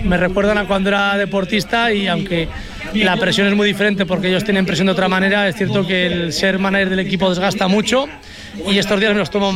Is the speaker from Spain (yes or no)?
yes; La Rioja, Spain; pues una ilusión y un privilegio y un orgullo, por supuesto, como riojano.